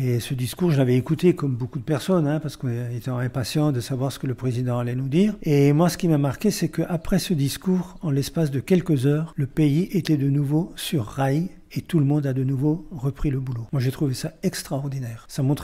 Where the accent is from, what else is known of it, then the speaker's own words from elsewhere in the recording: France; sachant qu'on est français, qu'on aime son pays